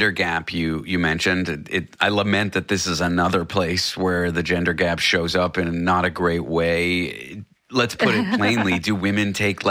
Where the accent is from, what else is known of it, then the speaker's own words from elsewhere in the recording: Canada; now in United States; where I grew up in Canada. These things are protected. Where I live in the U.S. right now